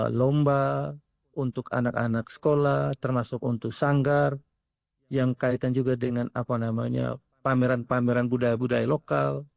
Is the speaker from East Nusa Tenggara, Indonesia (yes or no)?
yes; East Nusa Tenggara, Indonesia; Ini ciri khas untuk kami orang Nagekeo, ketika dalam urusan-urusan adat itu selalu menggunakan atau mengenakan yang namanya gaba ataupun beweko ini.